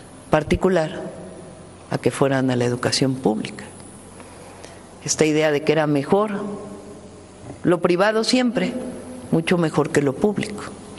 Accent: Mexico; como mexicanas y como mexicanos.

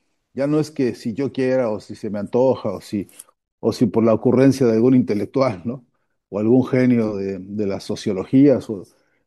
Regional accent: Mexico; soy mexicano

